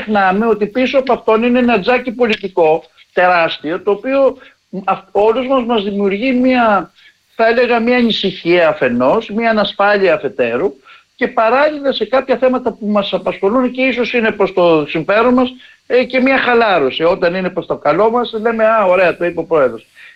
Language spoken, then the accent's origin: Greek; Greece; σαν Έλληνες που έχουμε το στόλο